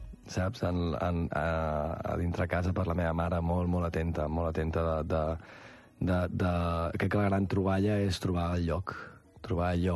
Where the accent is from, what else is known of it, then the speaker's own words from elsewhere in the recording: Verges, Catalonia, Spain; Jo sóc fill de Verges.